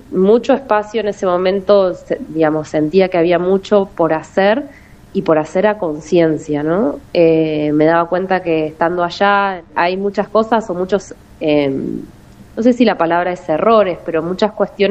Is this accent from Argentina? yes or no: yes; General Roca, Río Negro, Argentina; also born or lived in Córdoba; Yo nací acá, mi familia es de acá, mi papá es de la línea sur, mis abuelos son de la línea sur y siempre viví la Patagonia como soy patagónica, digamos.